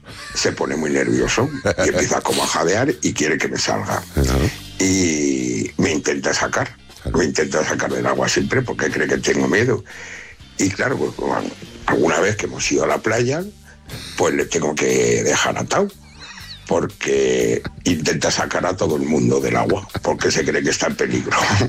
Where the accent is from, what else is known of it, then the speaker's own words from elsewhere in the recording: Segovia, Castile and León, Spain; soy de Segovia.